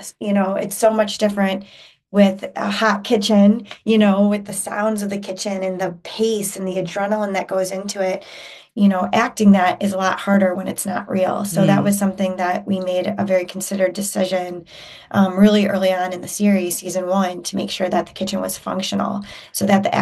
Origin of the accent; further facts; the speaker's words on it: Chicago, Illinois, United States; I grew up in Chicago.